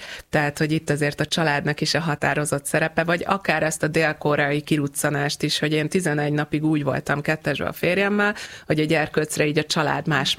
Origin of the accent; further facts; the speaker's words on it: Hungary; oké, hogy gánai magyar vagyok